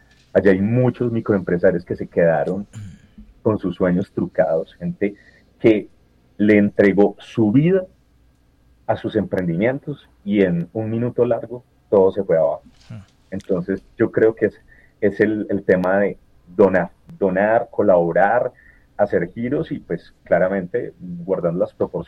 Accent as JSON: {"language": "Spanish", "town": "Pereira", "region": "Risaralda", "country": "Colombia", "tie": "born or raised there", "moved": "as an adult", "lives_now": "Bogotá, Colombia", "said": "¿Cómo se puede sentir uno como pereirano? Ver la ciudad donde uno nació, creció, bueno, yo vivo en Bogotá, pero yo con mucha frecuencia vengo aquí a Pereira"}